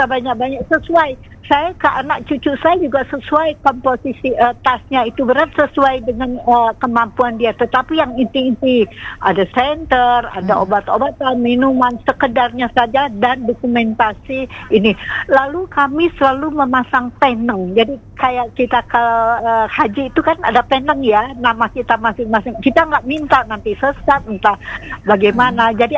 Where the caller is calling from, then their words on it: Lembang, West Java, Indonesia; saya dari Lembang, Bandung, jauh.